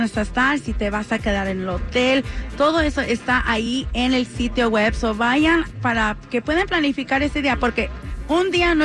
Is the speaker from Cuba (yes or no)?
no; Tijuana, Baja California, Mexico; He dicho, estaba hablando ahorita, que una vez vinimos toda mi familia de Tijuana.